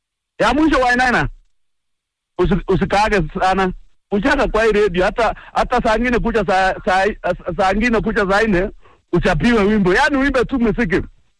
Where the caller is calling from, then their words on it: Nakuru, Nakuru County, Kenya; Swahili is a second language; mimi natoka Nakuru.